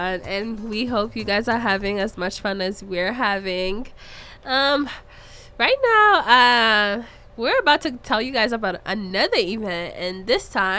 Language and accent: English; Rwanda; moved away; … is actually from Rwanda, and that's my home country.